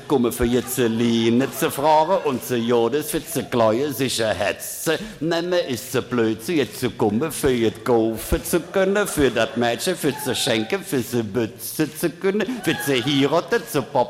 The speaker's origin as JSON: {"language": "German", "region": "Trentino-Alto Adige", "country": "Italy", "said": "Da sage ich, entschuldigen Sie, ich bin kein Bayer, ich komme aus Südtirol."}